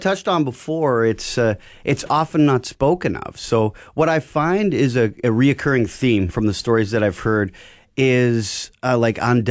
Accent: Carman, Manitoba, Canada; I grew up in Carmen, Manitoba.

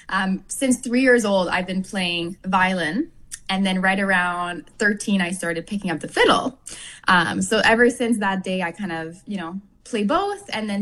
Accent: Manitoba, Canada; I mean, I'm French Canadian. So in our roots and in my blood, there's like the fiddle, like the trad French music.

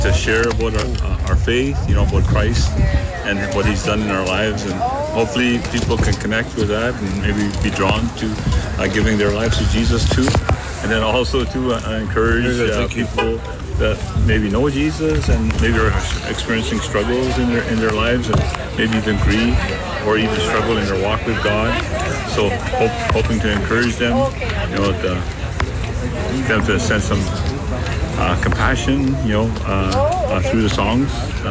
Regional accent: Niverville, Manitoba, Canada; We're from Niverville. We live in Niverville.

